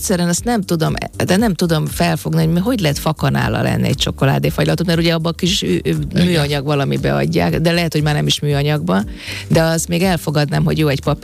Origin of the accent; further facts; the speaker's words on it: Hungary; akit mint magyarok nagyon nem szeretünk